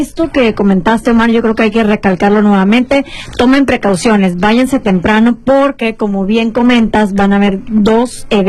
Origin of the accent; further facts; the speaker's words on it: Mexico; ¿Por qué los mexicanos batallamos mucho para irnos a Europa?